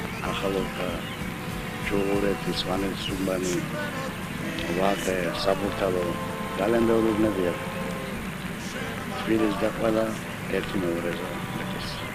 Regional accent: Tbilisi, Georgia; თბილისში გავიზარდე ამობანში, სავაშკაცნი. ყველა უბანი გაწყებული დიდუბე, ახალოქა, ჯუღურეთი, სვანეთის უბანი

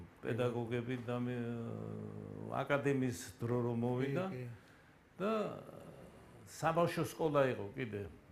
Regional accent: Tbilisi, Georgia; ფიქრის გორაზე დავიბადე 53 წელს გახურებული ომია.

